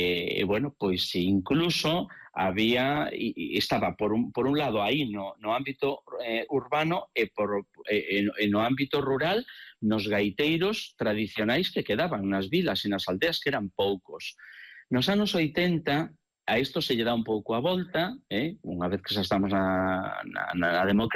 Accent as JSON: {"language": "Galician", "town": "Poio", "region": "Galicia", "country": "Spain", "tie": "born or raised there", "said": "Eu nacín en Poio, moi pertiño de Pontevedra, aínda que está moi pertiño da capital, pero non deixaba de ser unha zona rural, aínda é."}